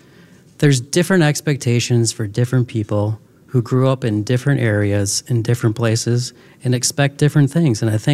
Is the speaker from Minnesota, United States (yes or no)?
yes; Roseau, Minnesota, United States; now in Grand Rapids, United States; Where I grew up in Roseau, Minnesota, everybody kind of wanted to move away because it was tiny.